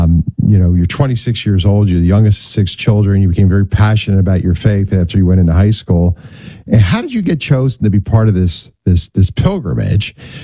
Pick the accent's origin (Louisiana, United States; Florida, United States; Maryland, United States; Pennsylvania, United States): Pennsylvania, United States; Pennsylvania is my home state. I was born and raised outside of the Philadelphia area.